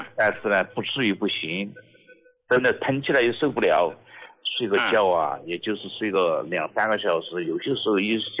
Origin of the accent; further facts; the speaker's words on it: Nantong, Jiangsu, China; 我来自江苏南通的。